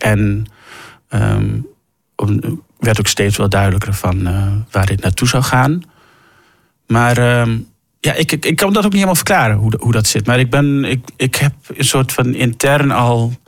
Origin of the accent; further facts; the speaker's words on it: Ter Apel, Groningen, Netherlands; Ik ben geboren en opgegroeid in Ter Apel.